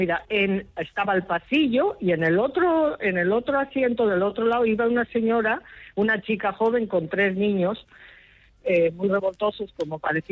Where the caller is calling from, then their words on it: Cangas de Onís, Asturias, Spain; Desde Cangas de Onís.